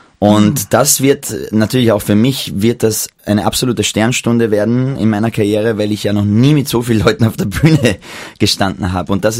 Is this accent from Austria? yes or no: yes; Klagenfurt, Carinthia, Austria; Ich habe ja einen wunderbaren Freund bei mir in Klagenfurt, in meiner Heimat, der hat ein Klavierhaus